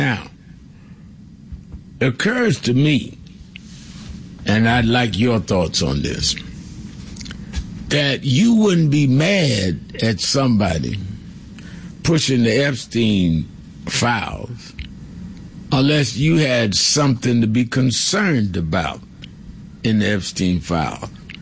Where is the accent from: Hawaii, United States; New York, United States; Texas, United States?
New York, United States; I grew up in New York as part of the King Movement from when I was 12 years old.